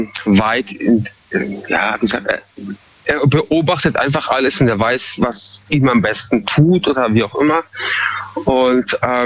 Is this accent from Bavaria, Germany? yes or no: yes; Munich, Bavaria, Germany; now in Freiburg, Germany; Also ich bin ursprünglich aus Bayern, ja, Münchner Kindl. Und bewusst bin ich damals eben nach Eichstätten, also nach Freiburg gezogen, um mich einfach so ein bisschen zu distanzieren.